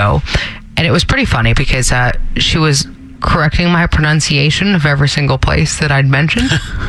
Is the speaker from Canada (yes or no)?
yes; Ontario, Canada; I grew up in Ontario, and we traveled to Quebec quite a bit to go snowboarding.